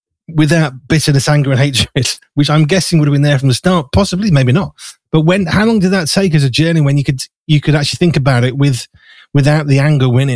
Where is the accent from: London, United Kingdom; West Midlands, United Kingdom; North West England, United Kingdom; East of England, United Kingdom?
West Midlands, United Kingdom; Wolverhampton; I grew up in Wolverhampton.